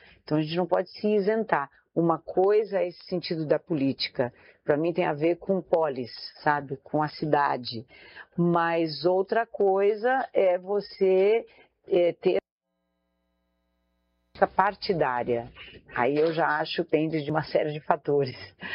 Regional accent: Rosário do Sul, Rio Grande do Sul, Brazil; born there; Eu nasci no Rio Grande do Sul, no Rosário do Sul.

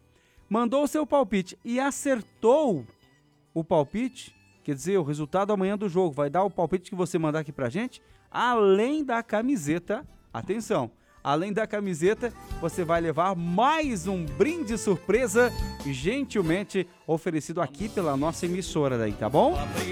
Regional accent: Brazil; a gente é brasileiro.

